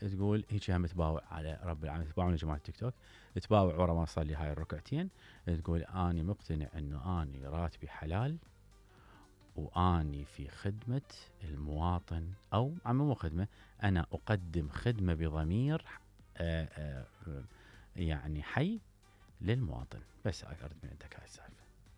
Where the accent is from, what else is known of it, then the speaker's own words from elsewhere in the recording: Iraq; عندنا بالعراق